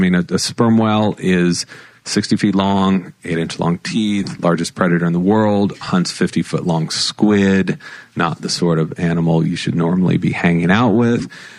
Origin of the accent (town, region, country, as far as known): California, United States; born or raised there